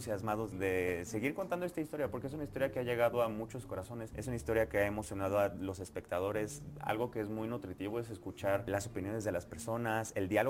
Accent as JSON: {"language": "Spanish", "region": "Aguascalientes", "country": "Mexico", "said": "Somos todos de Hidrocálidos."}